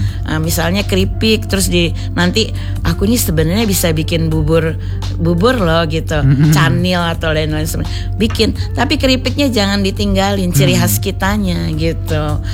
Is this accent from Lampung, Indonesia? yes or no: yes; Lampung, Indonesia; kita orang Lampung tuh di sini, termasuk saya dengan udah seumur ini, itu masih seneng makan pedas.